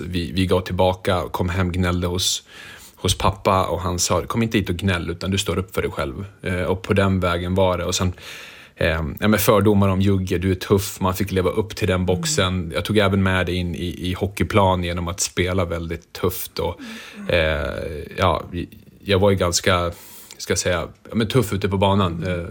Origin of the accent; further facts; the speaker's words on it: Rättvik, Dalarna County, Sweden; Jag tror geografiskt så växte jag upp perfekt mellan orterna Mora och Leksand. Så det var ofrånkomligt att inte komma i kontakt med ishockeyn.